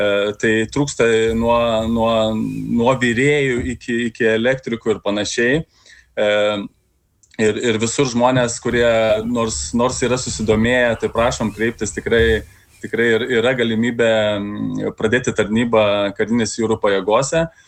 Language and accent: Lithuanian; Baisogala, Šiauliai County, Lithuania; moved away; aš pats esu kilęs iš mažo miestelio Baisogalos, iš tikrųjų ir tikrai nutolusios nuo jūros